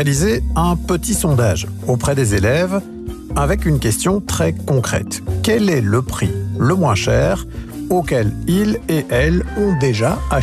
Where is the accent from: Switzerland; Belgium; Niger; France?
Belgium